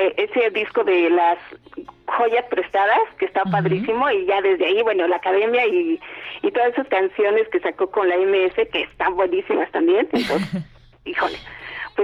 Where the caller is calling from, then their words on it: Mexico City, Mexico; Te llamo de aquí, de la Narvarte, de la colonia Narvarte